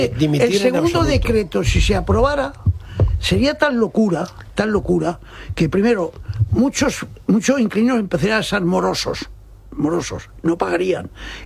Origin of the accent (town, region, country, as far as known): Spain